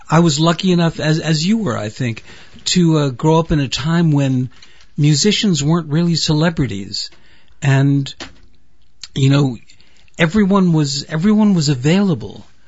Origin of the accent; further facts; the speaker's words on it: New York, United States; I grew up midtown. I grew up right near Bloomingdale's.